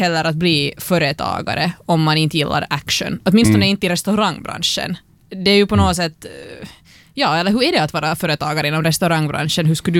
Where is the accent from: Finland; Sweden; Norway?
Finland; Pargas, Southwest Finland; Jag är också uppvuxen i Pargas och förstår nog på något sätt den där. Alltså jag tycker Pargas är ett bra ställe att växa upp, tycker jag ändå.